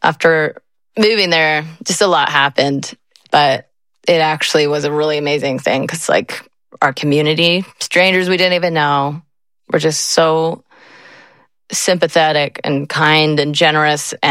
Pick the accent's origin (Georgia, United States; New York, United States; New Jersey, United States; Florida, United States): Georgia, United States; born there; moved away as an adult; also born or lived in Pleasant Grove, Utah; now in Decatur, Illinois, United States; And we lived there until I was 9. And then my family moved to Atlanta, just outside of Atlanta. We have a huge family. I'm number 4 of 11.